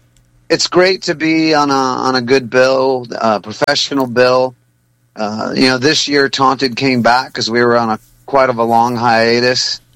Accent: New Mexico, United States; now in Bay Area, United States; I'm originally from New Mexico, and I got tons of family, friends, old metal musicians that still play over there

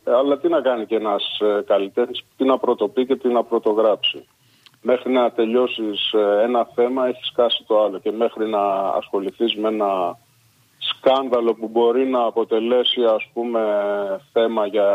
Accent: Piraeus, Attica, Greece; born there; δεν γεννήθηκα στα Χανιά, γεννήθηκα στον Πειραιά.

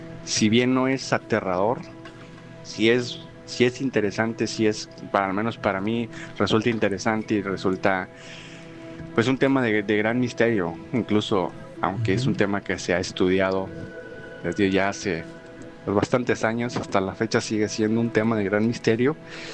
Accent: Monterrey, Nuevo León, Mexico; now in United States; Yo, como les he comentado en audios anteriores, yo soy de Monterrey, de México.

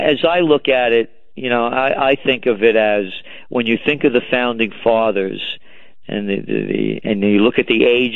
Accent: New York, United States; I'm a New Yorker too

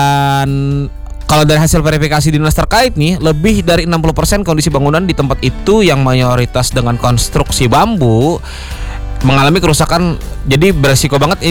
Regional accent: Banjarmasin, South Kalimantan, Indonesia; kita sebagai warga Kota Banjarmasin

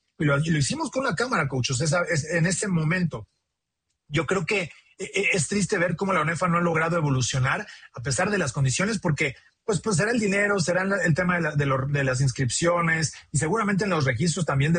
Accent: Mexico; Yo soy de México, no vamos a poder ir.

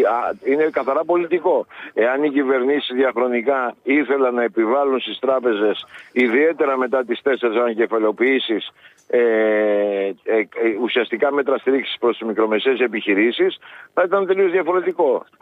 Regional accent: Greece; εμείς ως Έλληνες

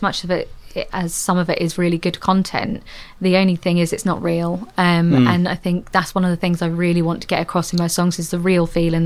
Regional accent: Great Yarmouth, East of England, United Kingdom; born and bred in Great Yarmouth myself.

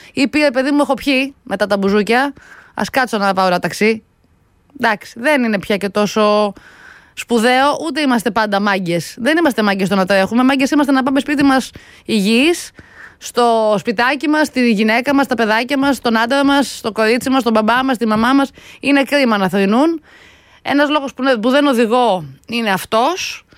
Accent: Greece; σαν Έλληνες.

